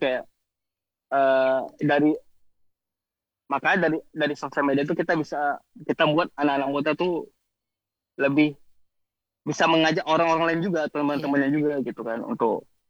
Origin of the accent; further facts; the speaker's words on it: Aceh, Indonesia; kita tinggal di Aceh, kita orang Aceh